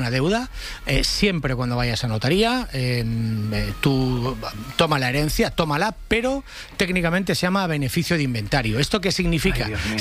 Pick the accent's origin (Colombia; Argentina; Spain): Spain; Valencia, Valencian Community; born there